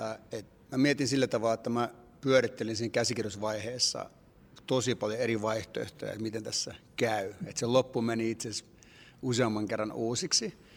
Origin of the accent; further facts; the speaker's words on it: Cyprus; mä sitten sijoitin sen tuonne häihin ja nimenomaan Kreikkaan, koska olen Kyprokset kotoisin, ollut Kyproksella häissä.